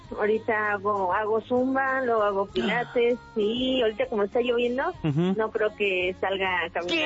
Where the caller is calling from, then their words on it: Coatlán, Mexico; Bueno, yo soy de Coatlán, tengo 38 años.